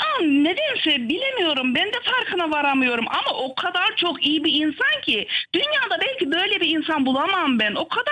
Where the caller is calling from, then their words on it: Ankara, Turkey; Ankaralıyım